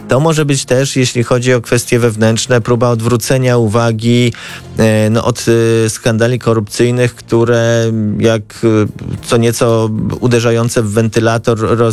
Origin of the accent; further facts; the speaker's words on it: Radom, Masovian Voivodeship, Poland; Jestem posłem z Radomia, urodziłem się w Radomiu, wychowałem się w Rad